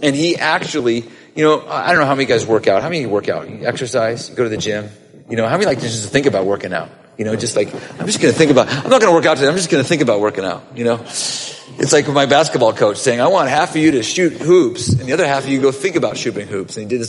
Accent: Scotland, United Kingdom; Because I'm Scottish. I always ask, when's the sale?

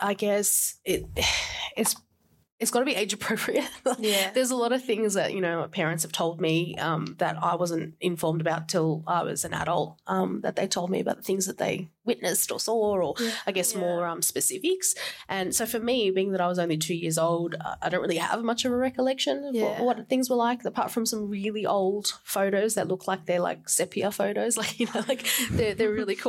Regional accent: El Salvador; now in Australia; There's a lot of us here, and there's just this immense pride for where we come from, where our roots are, but also how we are all Australian as well.

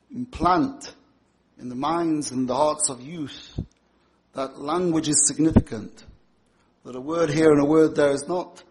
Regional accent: Manchester, North West England, United Kingdom; I grew up in Manchester, in England. My grandfather was a Chabad Chosid from Dvinsk. My father was brought up in London between the First and Second World War

